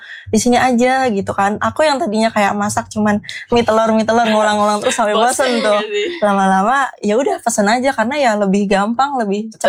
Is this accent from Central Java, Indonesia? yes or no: yes; Klaten, Central Java, Indonesia; moved away as an adult; karena aku bukan orang sini ya. Aku tuh orang Klaten dan kuliah di sini.